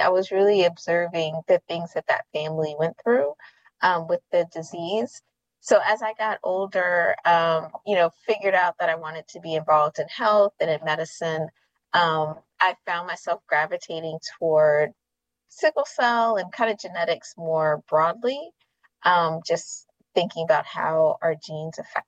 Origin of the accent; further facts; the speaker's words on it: Maryland, United States; I grew up in St. Mary's County, but work here at Howard University.